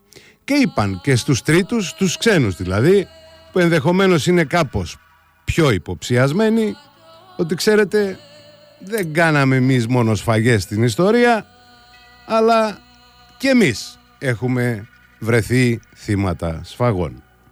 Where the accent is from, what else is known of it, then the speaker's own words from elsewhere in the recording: Greece; Εμείς έχουμε και ένα ελάττωμα σαν Έλληνες